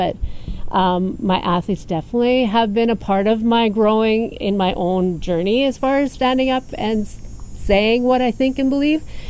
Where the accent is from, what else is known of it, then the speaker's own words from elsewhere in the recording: Schoenfeld, Manitoba, Canada; I grew up in Schoenfeld, actually.